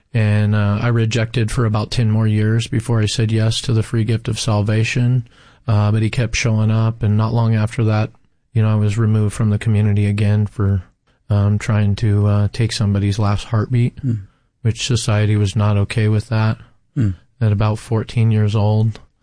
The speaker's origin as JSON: {"language": "English", "town": "Salem", "region": "Oregon", "country": "United States", "tie": "born or raised there", "said": "I was born and raised in Salem, Oregon. So everything that I just described to you as far as from when I started life, it was in Salem and in Oregon."}